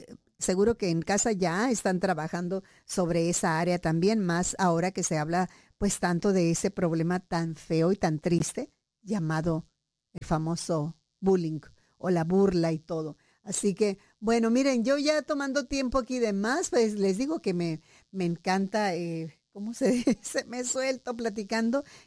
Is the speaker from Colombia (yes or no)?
no; Mexico; me dieron así mucha tristeza como mexicana.